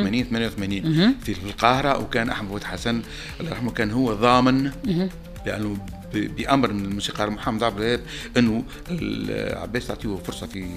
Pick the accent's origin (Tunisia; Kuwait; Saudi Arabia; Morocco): Tunisia; أنا راني تونسي تونسي هنا